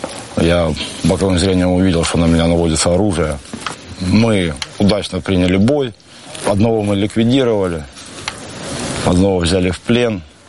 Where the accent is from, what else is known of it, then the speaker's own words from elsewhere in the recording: Zaporizhzhia, Zaporizhzhia Oblast, Ukraine; Запорозький напрямок – це мій дом родной, я сам із Запоріжжя.